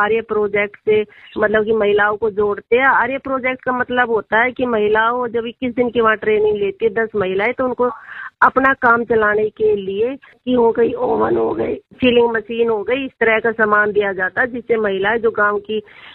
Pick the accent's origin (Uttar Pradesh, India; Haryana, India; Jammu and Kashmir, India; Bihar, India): Haryana, India; Dhani Chitar; Gurugram district, मेरे गांव का नाम ढाणी चितर से है ना